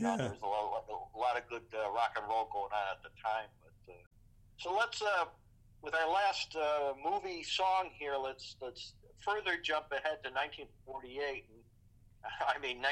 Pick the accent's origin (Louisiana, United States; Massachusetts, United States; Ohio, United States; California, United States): Ohio, United States; Cleveland; I grew up in Cleveland.